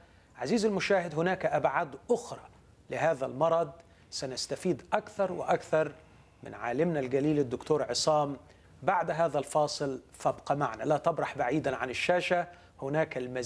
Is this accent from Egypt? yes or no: yes; Egypt